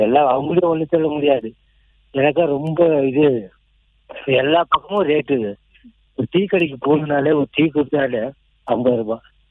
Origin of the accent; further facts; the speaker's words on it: Ooty, Tamil Nadu, India; நான் வந்து இங்க காந்தல்லயே பிறந்து வளர்ந்ததுதான்.